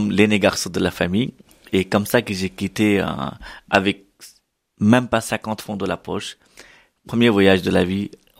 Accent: Jaipur, Rajasthan, India; French is a second language; moved away; Depuis plus de 7 générations, on fait la musique de notre famille. Et je viens de Rajasthan, de ville Jaipur.

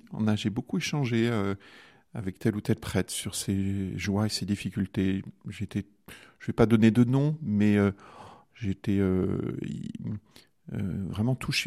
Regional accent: Montferrier-sur-Lez, Occitanie, France; born there; now in Orne, France; Je suis passé à Montferrier, un village où j'ai vécu quand j'étais enfant.

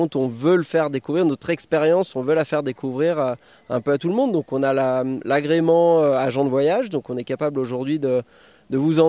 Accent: Morzine, Auvergne-Rhône-Alpes, France; born there; Moi, je suis né à Morzine, j'ai eu des parents qui ont toujours fait du sport de la montagne

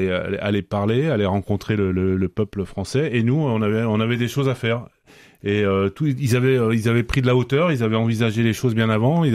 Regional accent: Paris, Île-de-France, France; moi je suis parisien

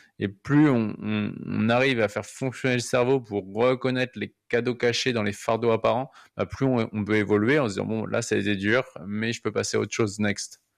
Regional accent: France; Et donc, chez nous, en France, on est plus en train d'attendre que l'État va nous soutenir

